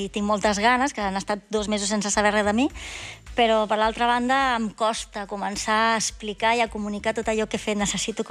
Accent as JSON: {"language": "Catalan", "region": "Catalonia", "country": "Spain", "said": "Els dos que hi ha som catalans."}